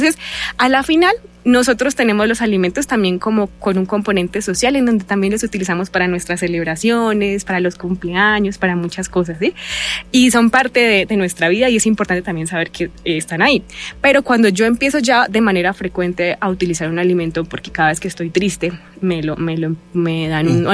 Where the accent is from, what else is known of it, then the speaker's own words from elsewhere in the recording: Boyacá, Colombia; Soy de Boyacá, entonces yo he trabajado en varios municipios de Boyacá.